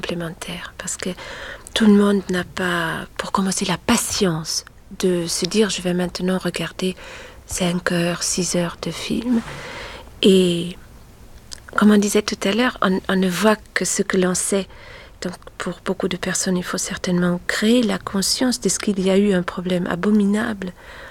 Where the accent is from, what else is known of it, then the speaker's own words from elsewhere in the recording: North Rhine-Westphalia, Germany; moved away; J'ai grandi dans la Rhénanie du Nord-Westphalie, près de Münster. C'est à mi-chemin entre Hambourg et Cologne. C'est là que je suis allée à l'école.